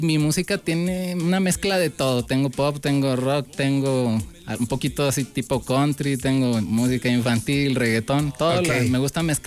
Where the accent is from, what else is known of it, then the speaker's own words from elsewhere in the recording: Saltillo, Coahuila, Mexico; also born or lived in Monclova / Monterrey; Nací en Monclova, mi papá es de aquí de Saltillo, mi mamá es de Monclova.